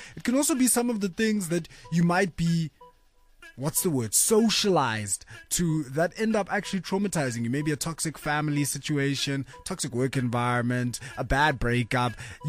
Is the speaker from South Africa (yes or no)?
yes; Pietermaritzburg, KwaZulu-Natal, South Africa; coming all the way from PMB, my hometown.